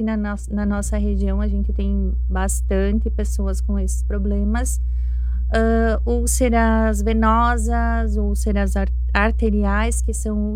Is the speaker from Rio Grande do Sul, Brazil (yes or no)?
yes; Getúlio Vargas, Rio Grande do Sul, Brazil; born there; also born or lived in Erechim; now in Veranópolis, Brazil; Eu nasci em Getúlio Vargas, mas eu moro em Veranópolis desde 1999.